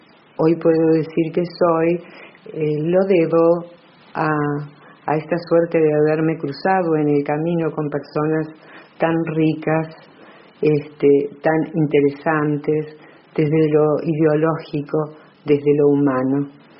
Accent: Argentina; also born or lived in Córdoba, Argentina; En realidad yo en 1976 era absolutamente ignorante de lo que estaba ocurriendo en mi país y también de lo que había ocurrido antes. Y venía de un contexto también muy cerrado, pero mi estudiar en Córdoba me permitió

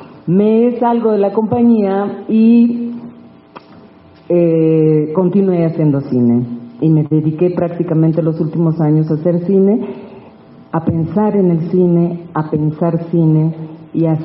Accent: La Paz, Baja California Sur, Mexico; Yo vengo de La Paz, Baja California Sur, soy una orgullosa norteña del sur, hija de don Amado y doña Amelia, con 9 hermanos

